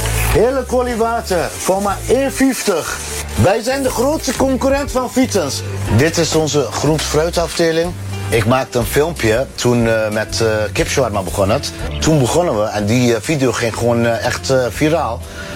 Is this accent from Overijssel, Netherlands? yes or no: yes; Overijssel, Netherlands; accent: Turkish and Twents; Mijn accent is eigenlijk Turks en Twents. Okay.